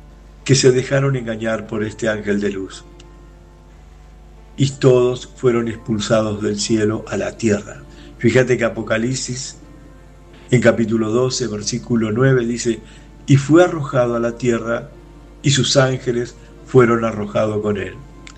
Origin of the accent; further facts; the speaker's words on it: Argentina; now in Los Muermos, Chile; soy de Argentina